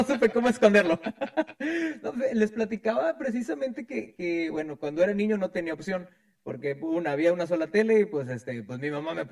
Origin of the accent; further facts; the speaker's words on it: Monterrey, Nuevo León, Mexico; En mi caso, que yo soy de Monterrey, Nuevo León.